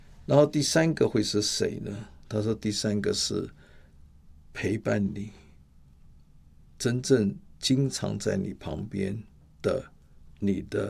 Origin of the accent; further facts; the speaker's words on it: Taiwan; 我们台湾人最会想到那个